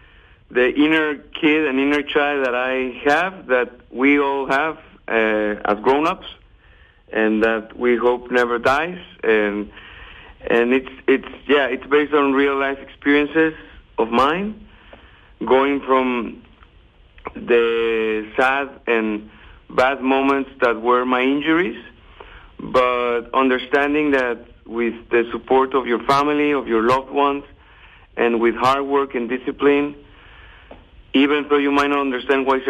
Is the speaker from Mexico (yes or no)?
yes; Guadalajara, Jalisco, Mexico; first language Spanish; English is a second language; moved away as an adult; also born or lived in United Kingdom / United States; Well, I am born and raised in Guadalajara, Jalisco, Mexico. So I speak Spanish all the time. I think in Spanish. I always bring my Mexican expressions.